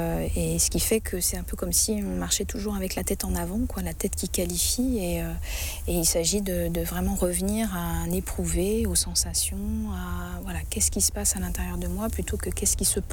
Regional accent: France; en tant que Française

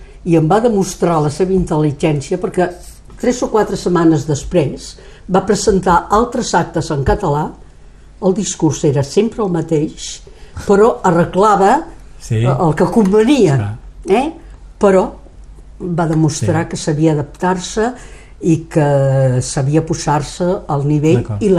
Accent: France; Catalan is a second language; Per tant, vull aprendre català, sabent que sóc francès i que faig català perquè professionalment i políticament em va bé.

